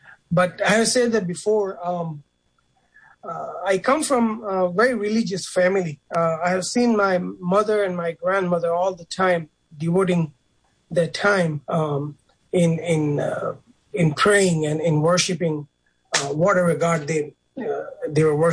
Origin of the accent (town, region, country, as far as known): India; born or raised there